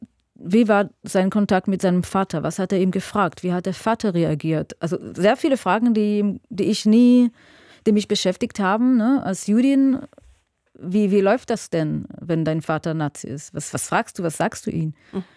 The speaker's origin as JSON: {"language": "German", "country": "Israel", "moved": "yes", "lives_now": "Germany", "said": "als ich gesagt habe, ich komme aus Israel"}